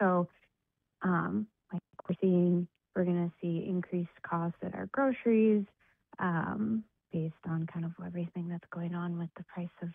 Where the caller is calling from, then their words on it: Wrangell, Alaska, United States; I live in Wrangell, which is located in Southeast, and everything that we receive, like our groceries and everything, comes via barge